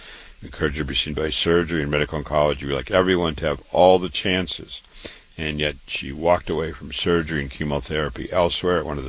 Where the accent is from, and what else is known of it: Waterloo, Iowa, United States; born or raised there